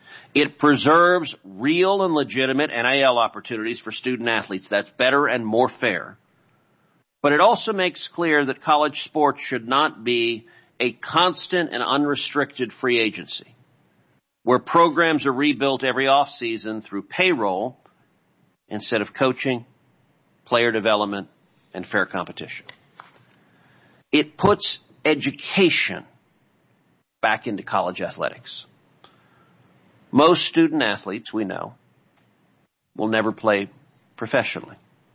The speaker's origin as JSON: {"language": "English", "region": "Texas", "country": "United States", "said": "Look, I'm from Texas. I love the SEC."}